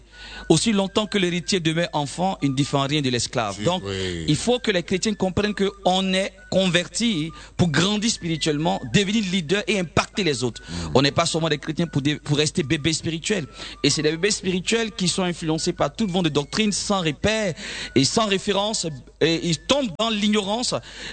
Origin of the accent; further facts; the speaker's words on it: Bas-Sassandra, Côte d’Ivoire; je suis originaire de la région du sud-ouest de Côte d'Ivoire, San Pedro de Tabou. Je suis ivoirien 100% de père et de mère